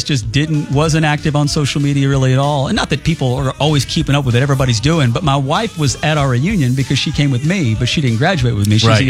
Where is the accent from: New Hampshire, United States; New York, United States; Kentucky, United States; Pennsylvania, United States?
Kentucky, United States; I grew up in Bullitt County. It's where I live now, where my kids go to school.